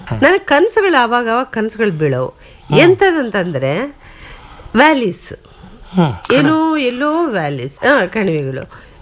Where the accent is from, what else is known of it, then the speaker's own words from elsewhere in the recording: Bellary, Karnataka, India; born there; moved away; ನಾನು ಹುಟ್ಟಿದ್ದು ಬಳ್ಳಾರಿನಲ್ಲಿ, ಪ್ರಾಪರ್ ಬಳ್ಳಾರಿ. ಬಳ್ಳಾರಿನಲ್ಲಿ ಚಿಕ್ಕ ಮಗುವಾಗಿದ್ದಾಗಲೇ ಅಂತಂದರೆ ಸ್ಕೂಲ್ಗೆ ಹಾಕೋ ವಯಸ್ಸಿನಲ್ಲಿ ಸ್ಕೂಲ್ಗೆ ಹಾಕಿದ್ರು. ಅಂದರೆ ಕೆಲವು ವರ್ಷಗಳ ಕಾಲ ಬಳ್ಳಾರಿನಲ್ಲಿ ಇರಬೇಕಾಯ್ತು.